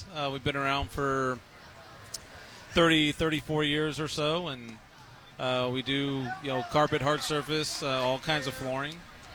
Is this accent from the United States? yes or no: yes; California, United States; also born or lived in New York City; now in Indianapolis, United States; I grew up in California, moved to New York a while ago, then moved here around 2011, and been here ever since.